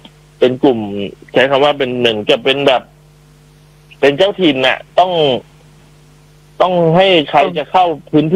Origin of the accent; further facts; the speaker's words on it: Chachoengsao, Thailand; born there; ผมเป็นคนเกิดน่าจะเป็นภูมิลำเนาเกิดเลยแหละเกิดที่ฉะเชิงเทราเนี่ยแหละ